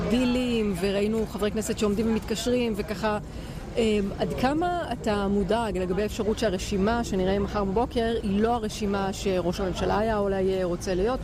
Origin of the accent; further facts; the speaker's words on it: Ramat Gan, Tel Aviv District, Israel; בתור ילדה שגדלה ברמת גן כאן ליד